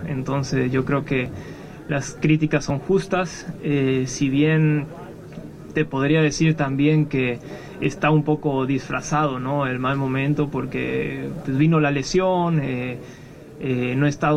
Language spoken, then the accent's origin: Spanish; Mexico; somos mexicanos, somos familia